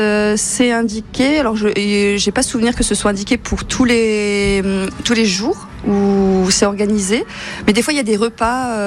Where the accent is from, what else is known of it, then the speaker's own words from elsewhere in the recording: Metz, Grand Est, France; je viens de Metz-Manny